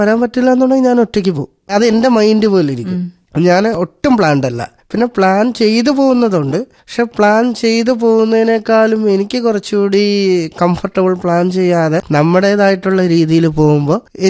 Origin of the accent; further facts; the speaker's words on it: Thiruvananthapuram, Kerala, India; എന്റെ സ്വദേശം തിരുവനന്തപുരം ആയതുകൊണ്ട് തന്നെ കൂടുതലും തിരുവനന്തപുരത്തുള്ള സ്കൂളിലായാലും കോളേജിലൊക്കെ ആയാലും കൂടുതൽ പഠിച്ചതൊക്കെ ഇവിടെ തന്നെയാണ്.